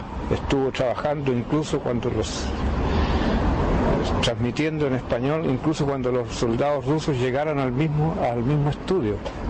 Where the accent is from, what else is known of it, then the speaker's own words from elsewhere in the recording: Chile; También yo como chileno